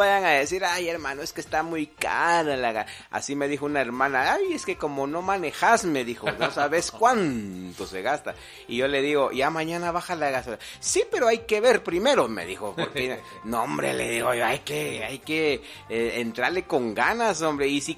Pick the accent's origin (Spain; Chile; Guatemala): Guatemala; Así como el buen chapín que somos, buenos chapines que somos.